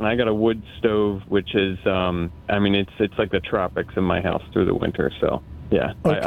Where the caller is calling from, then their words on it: Pennsylvania, United States; I'm calling from Pennsylvania.